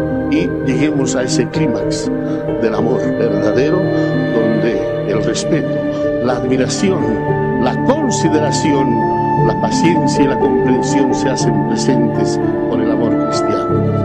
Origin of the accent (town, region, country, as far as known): Bolivia